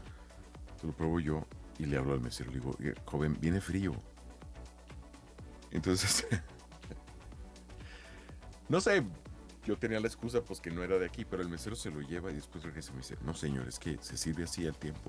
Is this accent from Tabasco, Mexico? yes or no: no; Chihuahua, Mexico; moved away as an adult; now in Mexico City, Mexico; yo soy de Chihuahua, tengo casi 30 años acá, pero soy de Chihuahua.